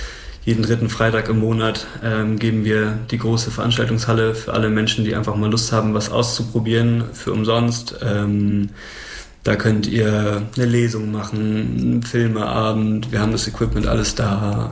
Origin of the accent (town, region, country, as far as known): Schleswig-Holstein, Germany